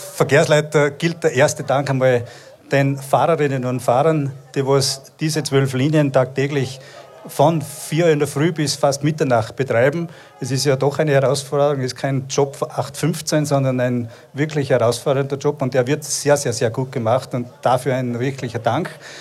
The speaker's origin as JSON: {"language": "German", "region": "Salzburg", "country": "Austria", "said": "Ich darf die Steiermark in der Steiermark arbeiten als Salzburger"}